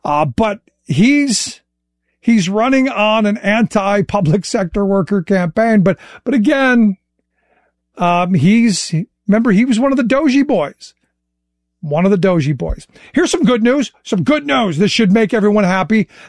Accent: Ohio, United States; my home state of Ohio, where I was born and raised, they weren't always crazy.

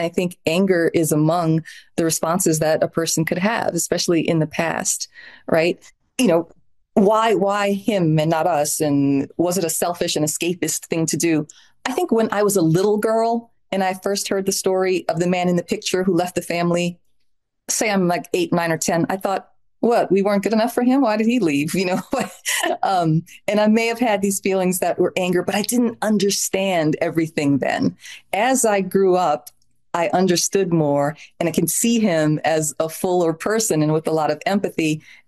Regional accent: New Orleans, Louisiana, United States; I grew up with in New Orleans of an enormous sprawling family and very clear lineage.

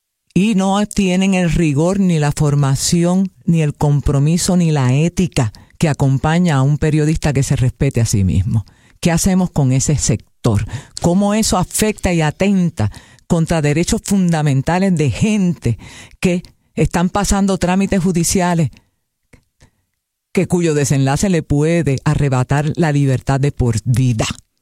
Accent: Puerto Rico; eso me enorgullece como puertorriqueña.

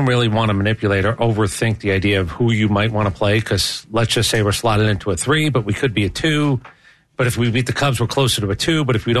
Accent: Brooklyn, New York, United States; I'm an Italian from Brooklyn, and I'm...

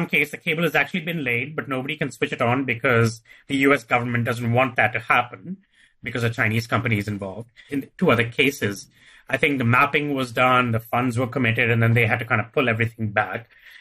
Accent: India; So I'm from India, for example

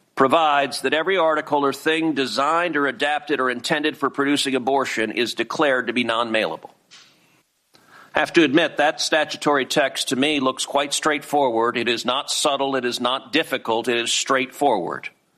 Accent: Texas, United States; And across my home state of Texas, Operation Soteria Shield rescued 89 children and resulted in 276 child exploitation arrests.

